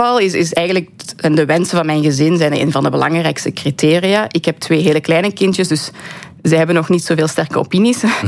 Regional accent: Belgium; moved away as an adult; also born or lived in Dublin; now in Washington, United States; Inderdaad, ik ben 3 weken in België.

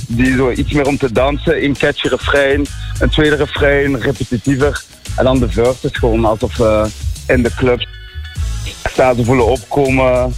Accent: Houthalen, Flanders, Belgium; We zijn eigenlijk allemaal afkomstig van Houthalen en kennen elkaar wel via vrienden, school, Giro, hier en daar.

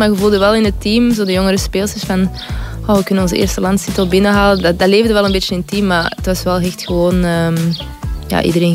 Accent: Antwerp, Flanders, Belgium; En ja, ik ben toch van Antwerpen, dus ja.

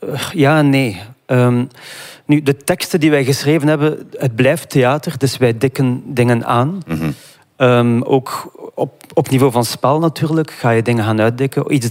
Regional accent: Iraq; now in Belgium; Ik als Irakees zijnde

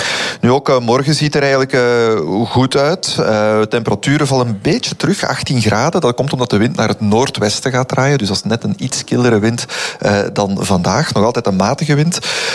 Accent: Flemish Brabant, Belgium; Nu, ik ben van Vlaams-Brabant, zou dat nog wel.

